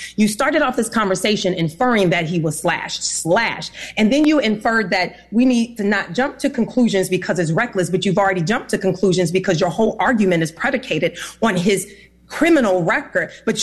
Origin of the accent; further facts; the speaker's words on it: Madison, Wisconsin, United States; I'm from Madison, Wisconsin.